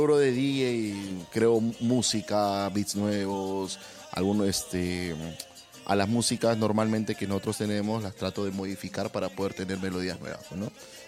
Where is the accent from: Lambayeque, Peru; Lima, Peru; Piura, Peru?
Lima, Peru; Yo soy de Comas.